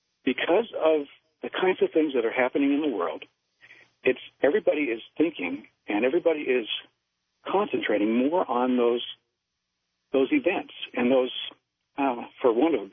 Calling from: Macon, Georgia, United States; by the way. I'm in Macon, Georgia.

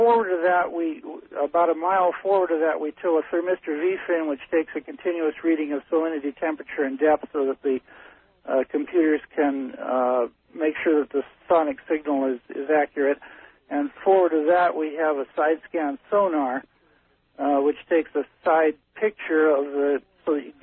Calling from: Ensenada, Baja California, Mexico; although I live in Mexico, I work in Trinidad.

